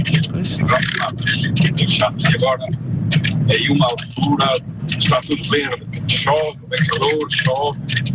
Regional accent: São Martinho de Mouros, Viseu, Portugal; now in Germany; da Alemanha … lá na minha terra onde nasci. Portanto, eu sou de São Martinho de Mouros

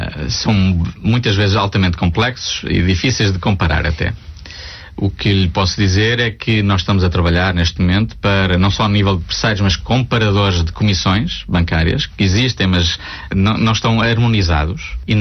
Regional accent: Portugal; Eu, como português, orgulho-me do trabalho que foi feito pelo Banco de Portugal.

